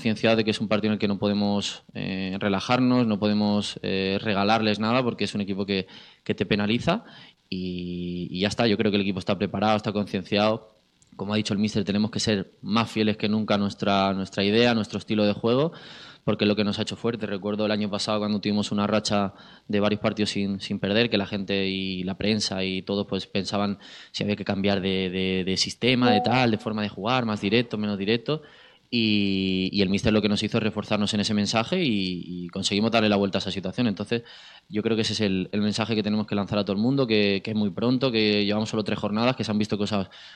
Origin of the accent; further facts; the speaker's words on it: Catalonia, Spain; moved away as an adult; now in Andalusia, Spain; hasta los 18 viví allí, soy catalán, tengo mucha familia allí